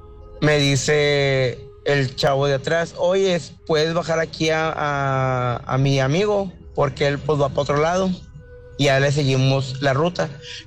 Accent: Querétaro, Mexico; Acá mi compañero viene de Puebla, yo soy de Querétaro.

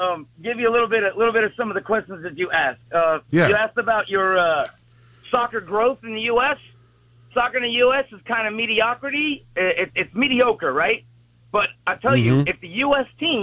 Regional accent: Miami, Florida, United States; born there; So I was made in Germany. I was born in Miami. Okay. My mother's Croatian. My father's German.

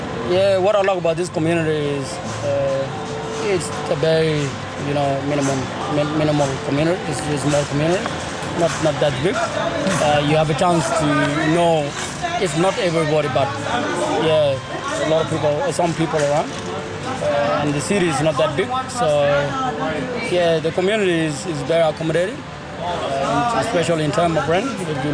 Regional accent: South Sudan; English is a second language; moved away as an adult; now in Alice Springs, Australia; I'm from South Sudan. That's where I was born.

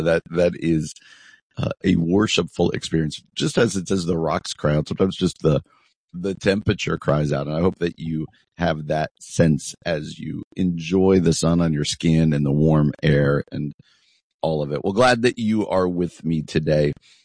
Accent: East Coast, United States; I grew up out on the East Coast, and we used to, we had school till June 20.

